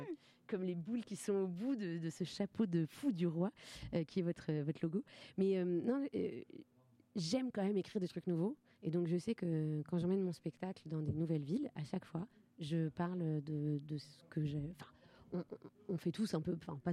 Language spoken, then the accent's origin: French; Dijon, Bourgogne-Franche-Comté, France; Je viens de Dijon.